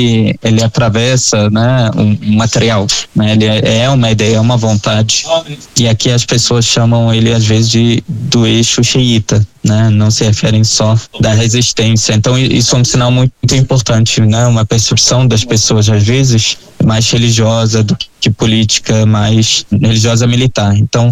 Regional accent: Syria; moved away as an adult; also born or lived in Brazil; como sírio, né, eu estive como refugiado no Brasil durante 15 anos por conta da guerra civil.

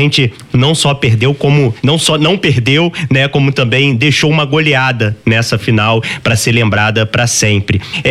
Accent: Niterói, Rio de Janeiro, Brazil; lá da minha cidade de Niterói

